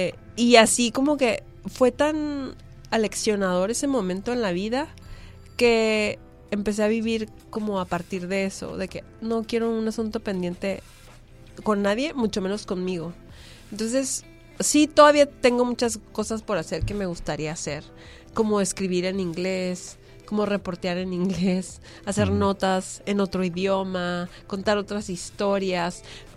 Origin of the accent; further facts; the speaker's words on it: Tijuana, Baja California, Mexico; also born or lived in Puebla; yo me acuerdo que yo no me quería regresar a Tijuana, pero me regresaron mis papás